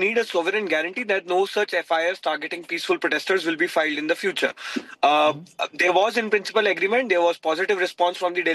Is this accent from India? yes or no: yes; Jaipur, Rajasthan, India; English is a second language; As I speak, my hometown, Jaipur, there has been a protest going on for 36 hours.